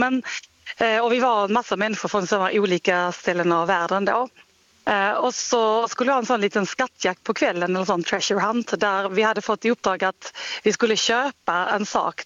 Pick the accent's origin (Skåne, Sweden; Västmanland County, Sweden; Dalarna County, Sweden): Skåne, Sweden; now in Oslo, Norway; jag bor i Oslo, ja. Så även om jag är från Skåne.